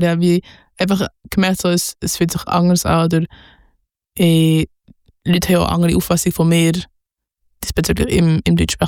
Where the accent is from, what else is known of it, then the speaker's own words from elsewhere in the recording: Bern, Switzerland; am Anfang bin ich ja wie in Bern aufgewachsen, also eigentlich deutschsprachige Stadt. Aber auch bei der Franzschule und auch mit französischem Fernsehen, mit französischer Musik, mit französischen Büchern und all die Classics und alles aufgewachsen.